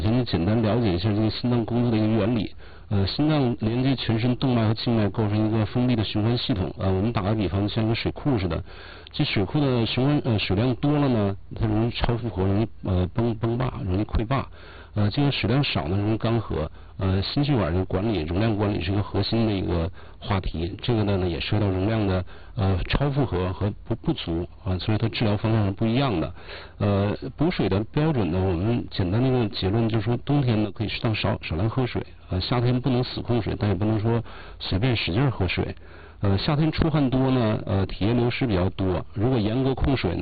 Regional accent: Northeast China, China; 咱们东北人爱吃凉菜啊

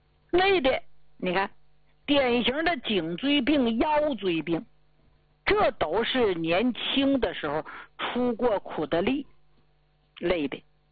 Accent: Northeast China, China; 咱们家乡，你看黑龙江、吉林、辽宁、东三省，一到冬天那不用寻思，嘎巴嘎巴冷啊。

